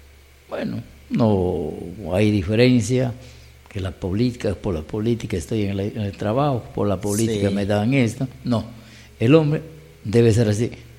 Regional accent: Zapatero, San Martín, Peru; Por mi tierra, que es Zapatero, que pertenece a la provincia de Lamas.

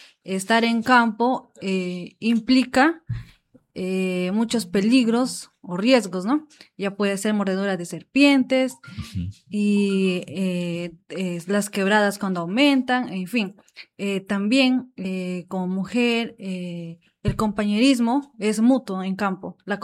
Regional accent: Bellavista, San Martín, Peru; yo soy de Bellavista.

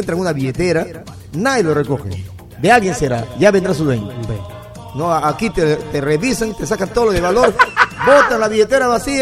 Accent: Peru; somos los peruanos

